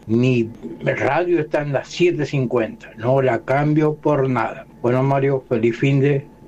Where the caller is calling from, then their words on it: Lavallol, Buenos Aires Province, Argentina; de Lavallol.